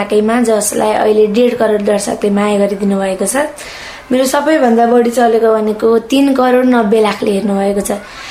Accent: Kavre, Bagmati, Nepal; born there; now in Kathmandu, Nepal; कक्षा 9 पढ्छु। मेरो गाउँ चाहिँ काभ्रे हो, अनि म यहाँ हाल अहिले काठमाडौँको कोठाटारमा बसिरहेकी छु।

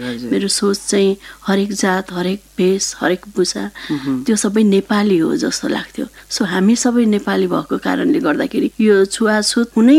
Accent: Kathmandu, Bagmati, Nepal; दिल्ली बजार पिपल बोर्डबाट यताभित्र हाम्रो एउटा पुरानो दरबार थियो, मेरो जन्म त्यहीँ भएको हो।

